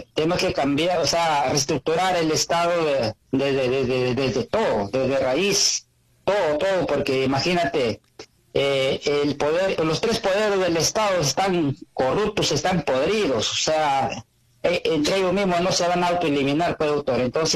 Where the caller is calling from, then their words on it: Lambayeque, Peru; estoy llamando de la región de Lambayeque.